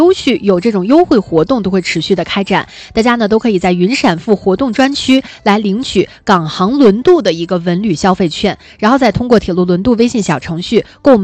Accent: Northeast China, China; now in Hainan, China; 我作为一个东北人，我来到这边的时候

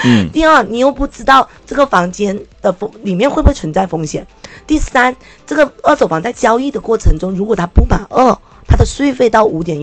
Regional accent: China

